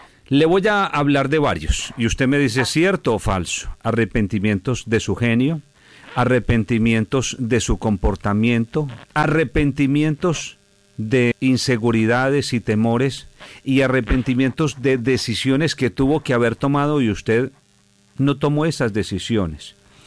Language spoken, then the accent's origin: Spanish; Colombia; now in Panama; es mi tierra, es mis raíces, de donde venimos.